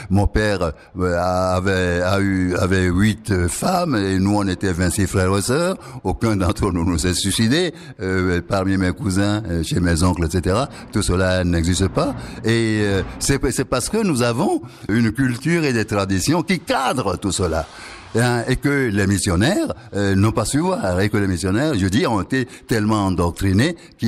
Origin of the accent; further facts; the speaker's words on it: Togo; French is a second language; Je n'ai jamais vu ça chez moi au Togo.